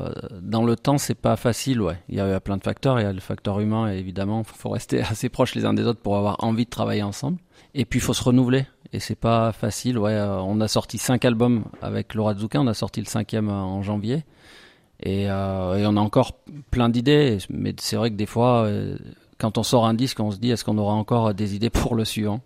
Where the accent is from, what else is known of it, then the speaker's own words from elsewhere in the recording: Le Puy-en-Velay, Auvergne-Rhône-Alpes, France; ils allaient souvent boire un verre dans un bar qui s'appelle le Yams au Puy. J'ai grandi au Puy.